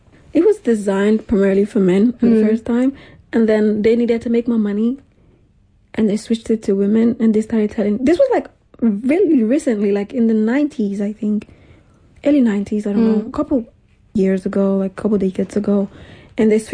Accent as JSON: {"language": "English", "country": "Nigeria", "tie": "born or raised there", "moved": "yes", "lives_now": "Europe", "said": "I grew up in Nigeria and we didn't used to shave legs. When I moved to Europe, I saw other people shave legs."}